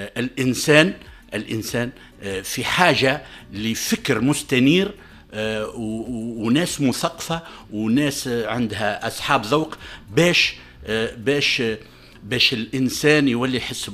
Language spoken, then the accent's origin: Arabic; Mellita, Medenine, Tunisia; مليطة، مليطة الأبية، مليطة أصلي مليتا. أنا انطلقت من مليتا ثم من جزيرة جربة ثم احنا توانسة. احنا تونس